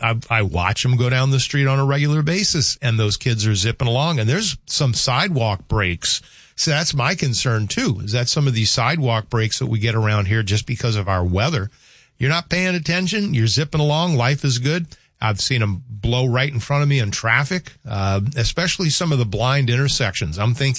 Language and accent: English; Virginia, United States; When I grew up in Virginia in the 70s, corporal punishment was allowed and it worked.